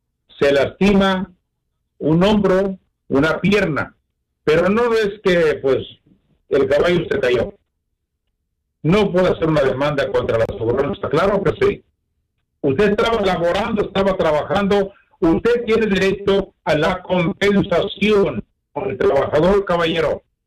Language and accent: Spanish; Mexico; now in United States; poner el alto, muy en alto, nuestro país, México querido.